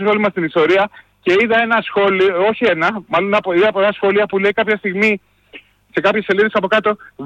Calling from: Germany; είμαι από Γερμανία.

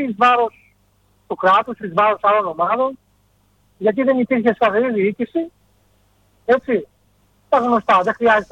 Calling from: Greece; εμείς στην Ελλάδα έχουμε μάθει να ζούμε με το αχάριστος

